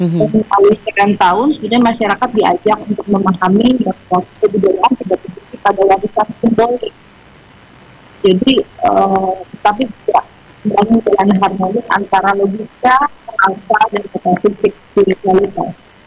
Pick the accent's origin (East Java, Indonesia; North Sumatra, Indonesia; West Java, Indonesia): West Java, Indonesia; terkhusus kita sebagai Sunda. Kita sudah kehilangan akal kita sebagai Sunda sendiri.